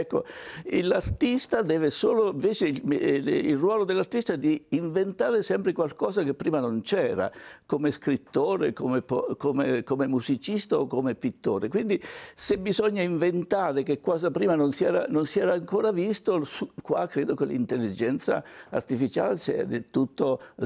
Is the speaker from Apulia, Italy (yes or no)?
no; Marche, Italy; born there; la mia cadenza dialettale, per quanto riguarda la mia pittura di paesaggio, è una cadenza marchigiana.